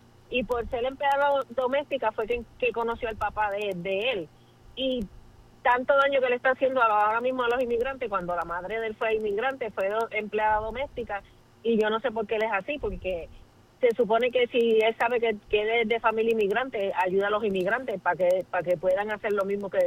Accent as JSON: {"language": "Spanish", "country": "Puerto Rico", "said": "Yo soy puertorriqueña"}